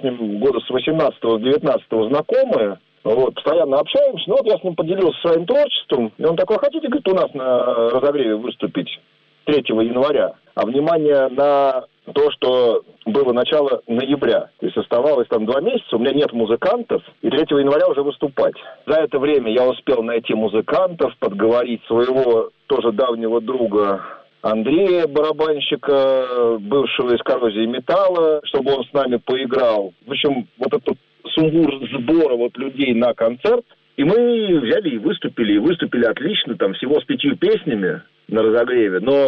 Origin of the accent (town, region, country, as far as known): Moscow, Russia; born or raised there